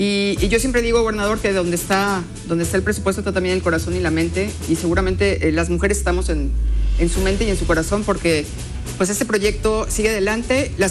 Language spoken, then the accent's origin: Spanish; Puebla, Mexico; Pues nada más, como poblanas, la verdad, muy orgullosos de es el único estado que lleva este avance en sus feminicidios